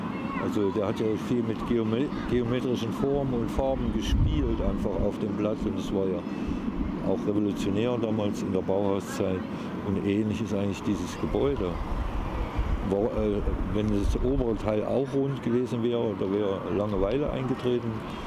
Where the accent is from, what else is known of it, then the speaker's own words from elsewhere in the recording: Saxony, Germany; Die Hügel erinnern mich an das Vogtland, da wo ich herkomme. Das besteht ja eigentlich nur aus Hügeln, Wäldern, kleinen Seen und Wiesen, Feldern.